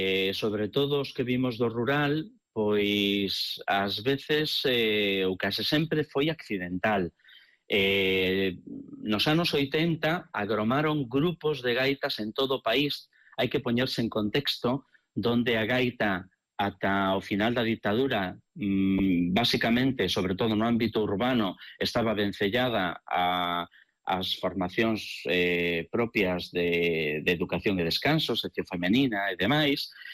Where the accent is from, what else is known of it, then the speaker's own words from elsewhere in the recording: Poio, Galicia, Spain; Eu nacín en Poio, moi pertiño de Pontevedra, aínda que está moi pertiño da capital, pero non deixaba de ser unha zona rural, aínda é.